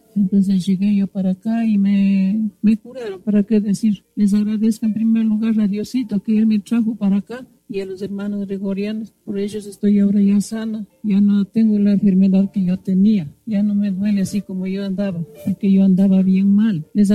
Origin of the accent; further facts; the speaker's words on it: Izamba, Tungurahua, Ecuador; Yo vengo de acá de Izamba